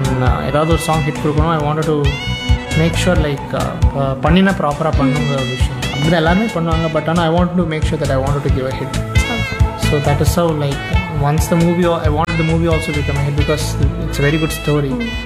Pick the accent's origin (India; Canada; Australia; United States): India; Tirunelveli, Tamil Nadu; moved away as an adult; now in Chennai, India; I'm from Tirunelveli. I just came here to Chennai after for my college.